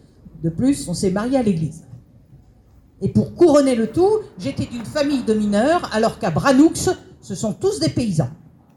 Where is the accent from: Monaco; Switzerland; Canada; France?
France; Malbosc; born there; Je suis née à Malbosque. Petit hameau de notre bassin minier.